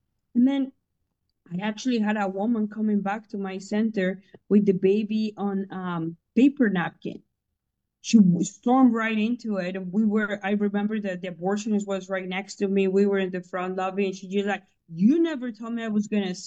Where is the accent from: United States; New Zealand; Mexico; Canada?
Mexico; Now, look, I was born and raised in Mexico, so I know what the cartel looks like in person, right?